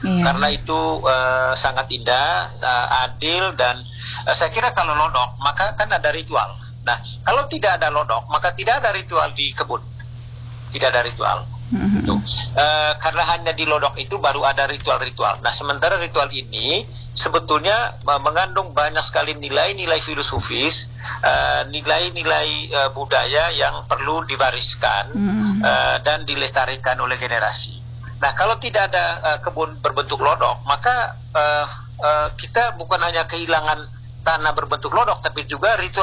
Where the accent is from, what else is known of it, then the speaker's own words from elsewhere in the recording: Bailolos, East Nusa Tenggara, Indonesia; kalau misalnya di kampung saya misalnya di Rangat, Desa Bailolos ya